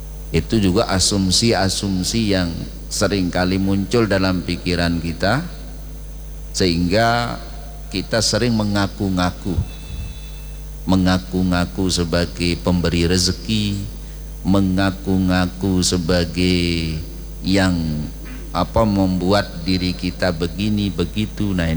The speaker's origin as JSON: {"language": "Indonesian", "region": "West Nusa Tenggara", "country": "Indonesia", "tie": "born there", "said": "Artinya tiba-tiba itu kita taunya sudah lahir aja di Lombok."}